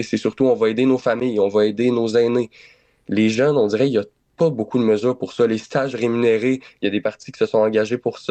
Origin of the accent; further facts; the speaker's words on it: Warwick, Quebec, Canada; moved away as an adult; now in Jonquière, Canada; Moi, j'ai déménagé. Je viens de Warwick, dans le coin de Victoriaville.